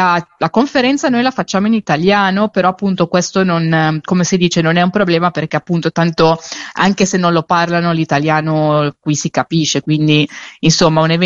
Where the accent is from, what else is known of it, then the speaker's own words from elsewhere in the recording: Malnate, Lombardy, Italy; moved away as an adult; now in Uruguay; pure io sono di Varese, io sono di Malnate